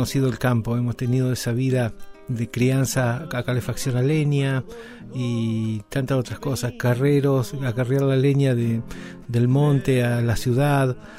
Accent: Esquel, Chubut, Argentina; born there; Soy nacido en Esquel, Chubut, donde actualmente vivo, Patagonia, Argentina.

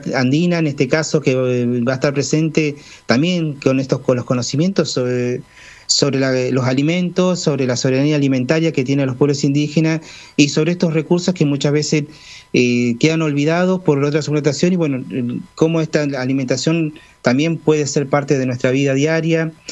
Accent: Argentina; nosotros como argentinos

